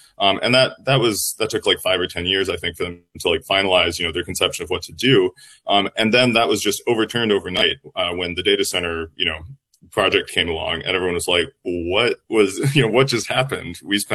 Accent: Duluth, Minnesota, United States; born or raised there

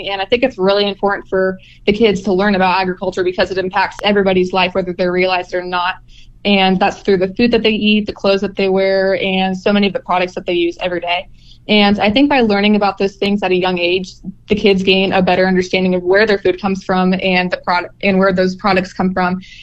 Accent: Wakefield, Nebraska, United States; I'm originally from Wakefield, Nebraska. It's a small town in the northeast part of the state. I am currently a junior at the University of Nebraska-Lincoln

